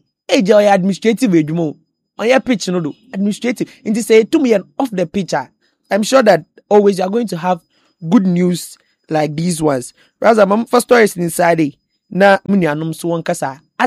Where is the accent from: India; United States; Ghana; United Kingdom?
Ghana; But I am happy because he's a Ghanaian and I'm a Ghanaian.